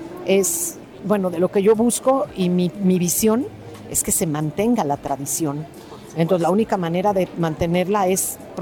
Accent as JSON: {"language": "Spanish", "region": "Mexico City", "country": "Mexico", "said": "nosotros los chilangos"}